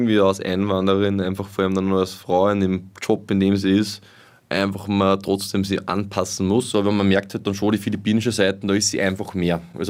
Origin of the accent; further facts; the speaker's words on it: Austria; Ich sehe das schon als zweite Heimat, aber ehrlich gesagt bin ich einfach trotzdem in Österreich aufgewachsen und habe auch nur den österreichischen Bezug.